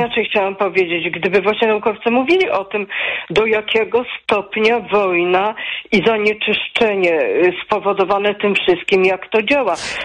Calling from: Kraków, Lesser Poland, Poland; ja jestem z Krakowa

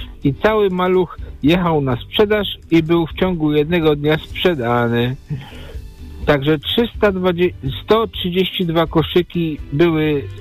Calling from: Poznań, Greater Poland Voivodeship, Poland; Przy telefonie stały słuchacz z Poznania

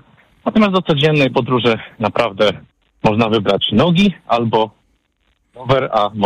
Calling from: Warsaw, Masovian Voivodeship, Poland; jestem z Warszawy

